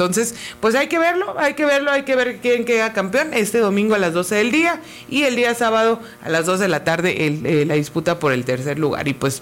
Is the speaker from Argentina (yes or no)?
yes; Argentina; Y nosotros somos argentinos.